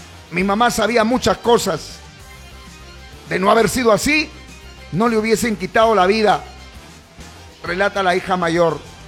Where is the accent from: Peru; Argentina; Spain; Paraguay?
Peru